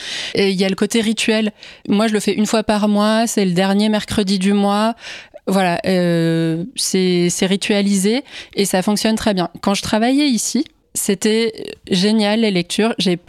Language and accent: French; Grand Est, France; born or raised there